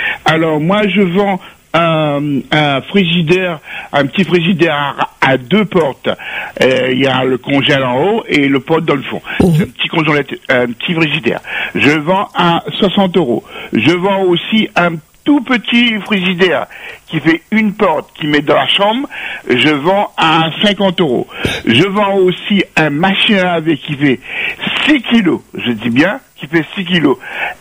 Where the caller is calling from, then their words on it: Saint-Pierre, Réunion; Moi, je suis sur Saint-Pierre.